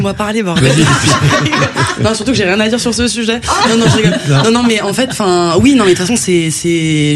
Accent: Saint-Denis, Île-de-France, France; On a grandi à Saint-Denis dans le 93.

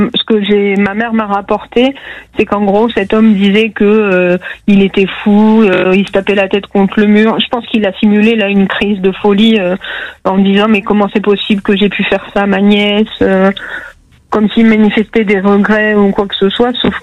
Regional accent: Agen, Nouvelle-Aquitaine, France; Alors moi je suis d'Agen, mais j'ai la chance de pouvoir aller depuis quelque temps à Bordeaux, à Toulouse

